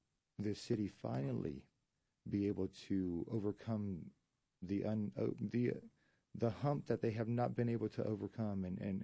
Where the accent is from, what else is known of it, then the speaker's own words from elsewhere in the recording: Argentina; moved away as an adult; I grew up in Argentina. Spent my first 21 years of life pretty much